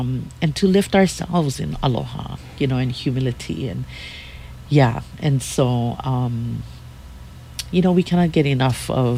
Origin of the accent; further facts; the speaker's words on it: Anahola, Hawaii, United States; And so I'm from Anahola.